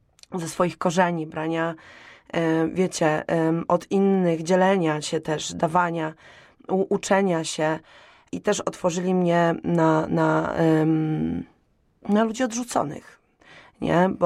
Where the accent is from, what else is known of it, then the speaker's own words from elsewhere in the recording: Nowy Targ, Lesser Poland, Poland; ja pochodzę z Podhala, z Nowego Targu.